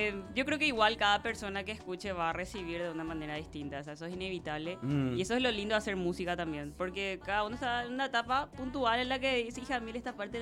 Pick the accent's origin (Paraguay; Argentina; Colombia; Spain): Paraguay; Luque, Central; Yo estuve recorriendo mi ciudad. Yo soy de Luque.